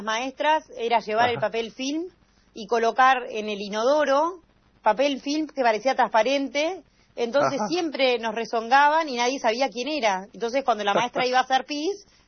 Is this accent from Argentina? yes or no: yes; San Isidro, Buenos Aires Province, Argentina; Después viví hasta los 23 años en San Isidro, en el partido de San Isidro